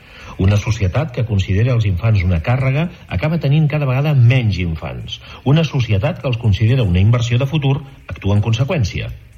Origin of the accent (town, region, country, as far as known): Catalonia, Spain